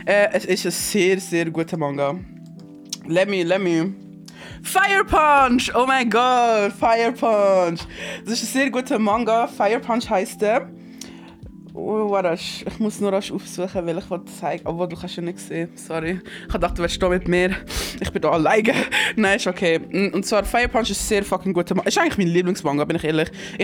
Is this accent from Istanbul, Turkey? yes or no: no; Tunceli Province, Turkey; als ein Kurdin, der nicht so viel von Kultur leider mitbekommen hat. Es ist sehr interesting, wenn sie über so, wie der eine ist vom gleichen Dorf, glaube ich, wie ich. Dersim, let's go, Dersim, up.